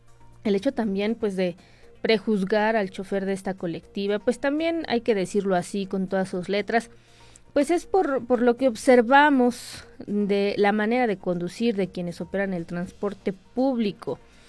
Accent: Mexico

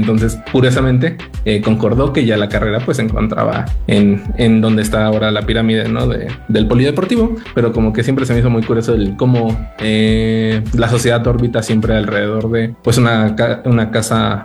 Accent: Pachuca, Hidalgo, Mexico; Yo soy originario de aquí de Pachuca de Soto, nacido, criado, ya 30 años por acá, aunque pues ya con esta experiencia de la vida, pues ya me ha tocado vivir en varias partes del país, pero pues nada como los fríos de por acá.

